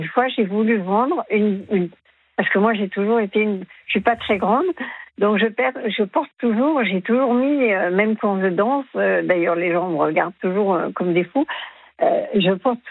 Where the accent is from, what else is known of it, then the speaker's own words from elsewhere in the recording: France; moved away as an adult; also born or lived in Germany; parce que moi j'ai habité plus de 20 ans en Allemagne, je suis une Française, mais j'ai habité très longtemps en Allemagne